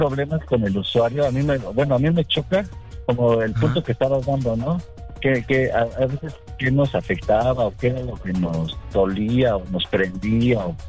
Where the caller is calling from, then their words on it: Cuajimalpa, Mexico City, Mexico; de Coajimalpa.